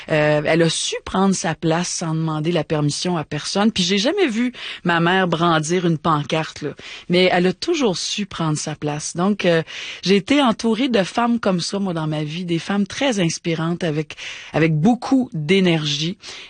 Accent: Montreal, Quebec, Canada; puis tellement qu'elle avait une boutique de vêtements à Villemar, dans le sud-ouest de Montréal, là où j'ai grandi.

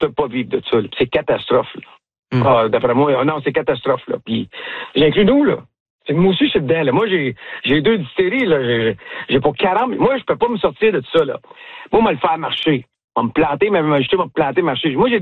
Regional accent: Quebec, Canada; On chiale parce qu'on est Québécois, puis on est fiers, puis on veut que ça marche.

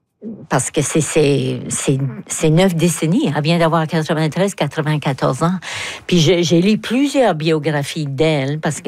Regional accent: Moncton, New Brunswick, Canada; accent: Chiac; J'avais pas lu grand-chose en français parce que moi, je suis Chiac de Moncton. Donc, à l'époque, dans les années 50, on n'avait pas vraiment accès à beaucoup, beaucoup de livres francophones.

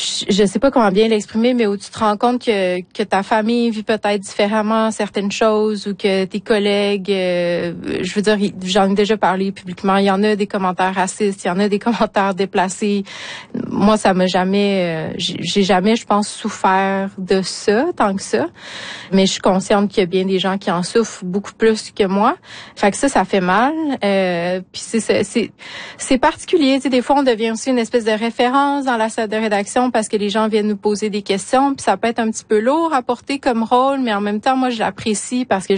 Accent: Quebec City, Quebec, Canada; j'ai grandi à Québec, donc hors communauté

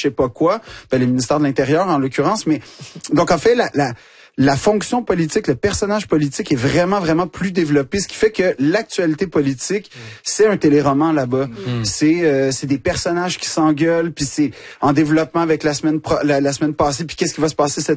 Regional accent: Quebec, Canada; si il me regarde de haut du fait que je suis québécois

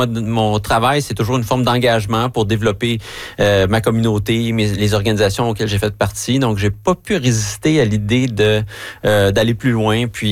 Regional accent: Quebec, Canada; Puis moi, je suis un fier Québécois

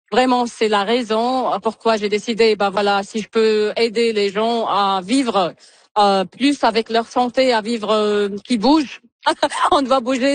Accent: New Brunswick, Canada; Je suis de Nouveau-Brunswick, je suis pas d'ici

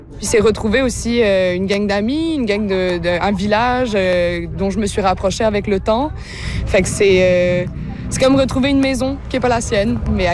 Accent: Réunion, France; born or raised there

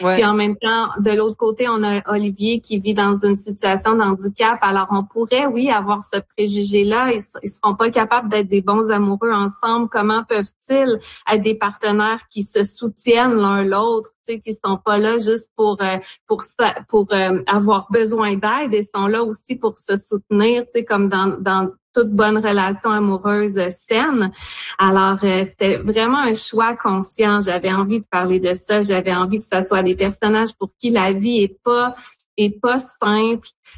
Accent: Baie-Comeau, Quebec, Canada; moved away as an adult; also born or lived in Sherbrooke, Quebec; now in London, Canada; je suis originaire de la Côte-Nord, de Baie-Comeau sur la Côte-Nord, mais j'ai étudié à l'Université de Sherbrooke et mes parents ont habité longtemps dans les cantons de l'Est. Ma mère est toujours à Sherbrooke.

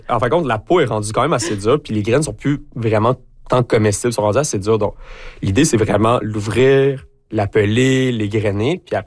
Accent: Gatineau, Quebec, Canada; now in Côte-Nord, Canada; Moi, à la base, je suis de Gatineau, donc un peu loin de l'estuaire.

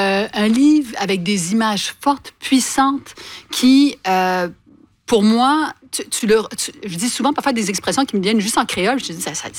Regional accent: Quebec, Canada; born there; je suis née au Québec de parents haïtiens

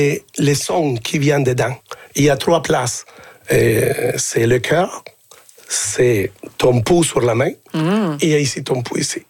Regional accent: Sherbrooke, Quebec, Canada; moi je viens de la ville de Sherbrooke, et je dansais avec des bottes d'hiver.

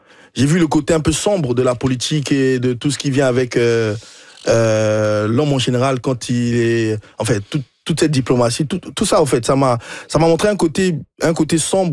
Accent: DR Congo; also born or lived in United States; Ça fait partie prenante de, ah ouais, de la vie chez nous au Congo.

